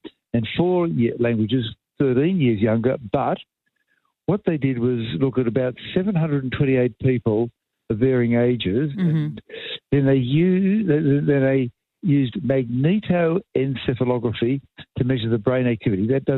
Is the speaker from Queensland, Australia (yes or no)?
no; Wollongong, New South Wales, Australia; And that was growing up in Wollongong.